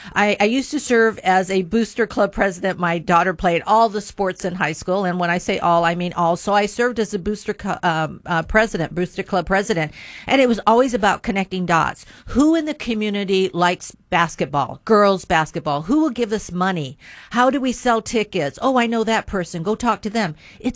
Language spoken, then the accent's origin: English; Yuma County, Arizona, United States; I'm a rural girl, rural roots, born and raised in Yuma County.